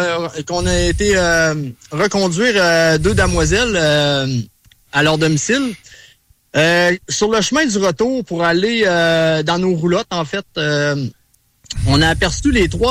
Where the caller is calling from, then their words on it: Quebec City, Quebec, Canada; moi je viens de Québec en fait de la ville de Québec.